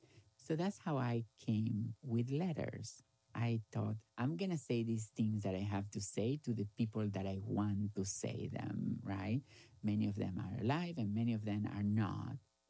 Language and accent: English; Gálvez, Santa Fe, Argentina; I love to talk about my hometown. I was born in Ciudad de Galvez. Most people live from agriculture.